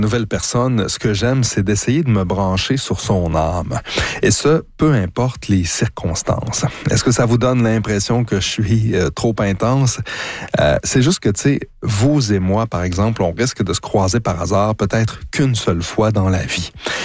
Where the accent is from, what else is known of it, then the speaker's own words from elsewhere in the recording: Quebec, Canada; accent: Québécois; les agents n'auraient pas compris mon accent québécois